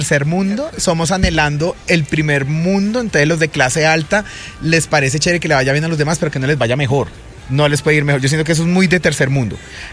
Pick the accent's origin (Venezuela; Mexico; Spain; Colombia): Colombia